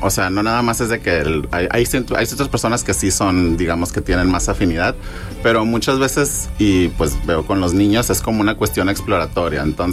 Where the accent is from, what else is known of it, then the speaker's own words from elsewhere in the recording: Sonora, Mexico; moved away as an adult; now in Monterrey, Mexico; yo soy de Sonora